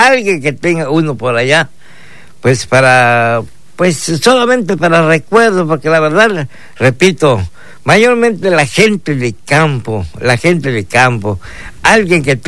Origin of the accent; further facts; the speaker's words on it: Yucatán, Mexico; Los yucatecos no debemos de agachar la cabeza.